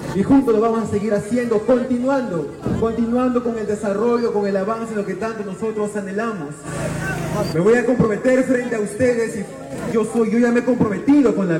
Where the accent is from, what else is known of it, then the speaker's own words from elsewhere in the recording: Pasco, Peru; no solamente me aboco a mi pueblo yanesha